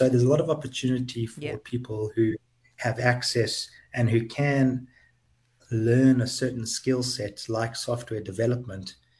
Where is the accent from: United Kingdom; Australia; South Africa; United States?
South Africa; I told them I was from South Africa